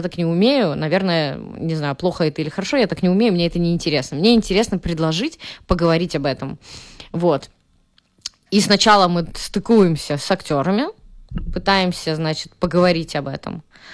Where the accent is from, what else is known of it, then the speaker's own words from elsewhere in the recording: Saint Petersburg, Russia; Я из Петербурга, у нас там тоже вообще-то белые ночи